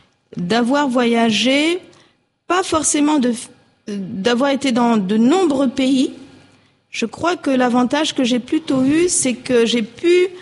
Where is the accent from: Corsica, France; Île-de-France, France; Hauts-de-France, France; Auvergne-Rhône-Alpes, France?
Île-de-France, France; Le Plessis-Robinson; moved away; also born or lived in Paris; Je suis née donc à Paris. Je n'ai pas vécu à Paris, peut-être 2 mois. J'ai plutôt grandi dans les Hauts-de-Seine, au Plessis-Robinson.